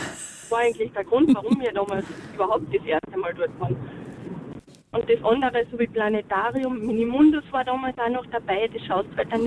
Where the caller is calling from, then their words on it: Feld am See, Carinthia, Austria; Wir sind eben aus Feld am See